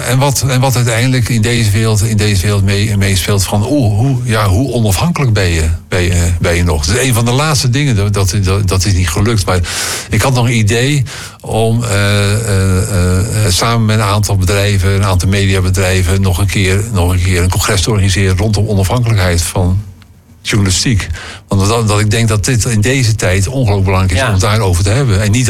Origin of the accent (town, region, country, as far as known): Rotterdam, South Holland, Netherlands